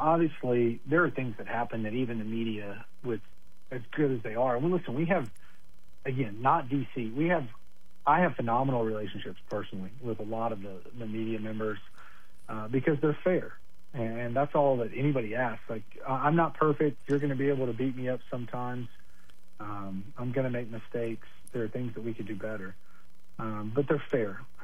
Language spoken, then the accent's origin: English; Clinton, Oklahoma, United States; also born or lived in Edmond, Oklahoma; Well, so I'm from Clinton, Oklahoma. I was born and raised here. I was actually born in Oklahoma City, but came home in the backseat floorboard from Oklahoma City to Clinton back when that was, you know, still allowed. And graduated here in 2000.